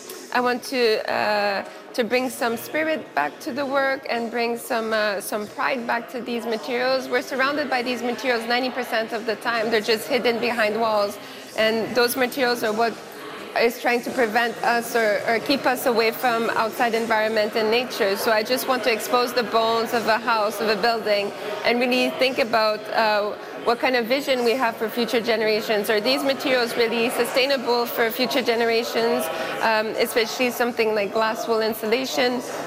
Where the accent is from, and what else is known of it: Aylmer, Quebec, Canada; born or raised there